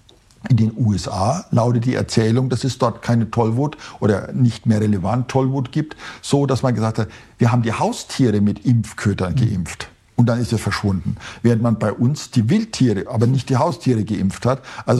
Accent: West Germany, Germany; Ich bin ja im Westen zwar aufgewachsen

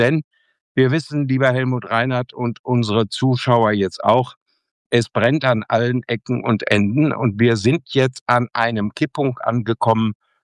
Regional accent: Trentino-Alto Adige, Italy; jetzt sind sie an einem Sehnsuchtsort, nämlich Südtirol. Und das ist meine Heimat.

